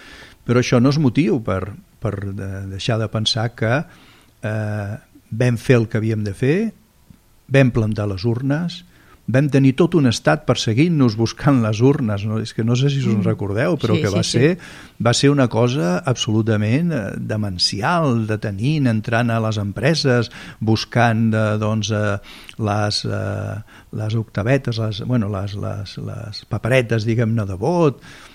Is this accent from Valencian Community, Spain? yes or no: no; Catalonia, Spain